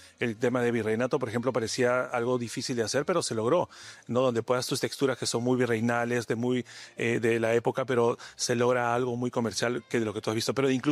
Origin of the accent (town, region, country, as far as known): Peru